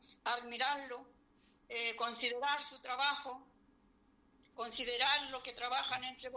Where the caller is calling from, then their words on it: Santiago, Santiago Metropolitan Region, Chile; de mi tierra, desde Santiago de Chile, de su hermana en Cristo … una hermana que sirve al Señor, que ama a Dios.